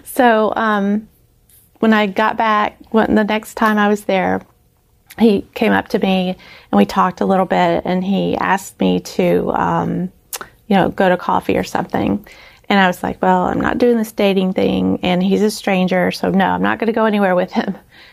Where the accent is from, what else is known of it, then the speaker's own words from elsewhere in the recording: Alabama, United States; also born or lived in Louisiana; my whole family's from Louisiana, but my dad had been transferred when my brothers were young, and we lived a total of 16 years in Alabama where I was born. When we moved back to Louisiana